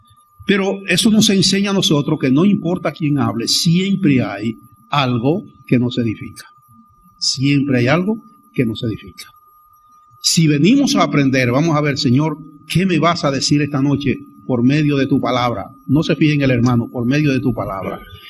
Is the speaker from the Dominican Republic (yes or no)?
yes; Dominican Republic; moved away; Yo recuerdo una misionera allá en mi país